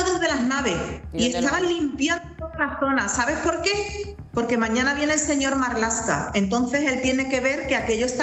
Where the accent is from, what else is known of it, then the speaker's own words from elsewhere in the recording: Ceuta, Spain; also born or lived in Granada; me fui a Granada. Después estuve trabajando en otra ciudad, pero después he vuelto a mi casa. Porque yo he nacido en Ceuta, yo he echado aquí los dientes, yo me he desarrollado aquí, yo he echado aquí mi vida. Entonces yo he vuelto a mi casa.